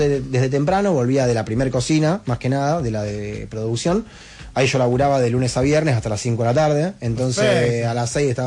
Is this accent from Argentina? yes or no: yes; Argentina; moved away as an adult; also born or lived in Barcelona; Le digo, soy argentino, me está mostrando una terraza con parrilla, acabo de llegar a España.